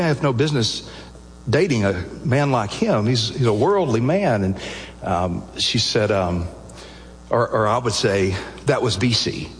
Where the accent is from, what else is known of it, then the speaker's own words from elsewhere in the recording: Alabama, United States; I'd heard the gospel. I was growing up in Alabama. I mean, you can't miss it. There's churches everywhere.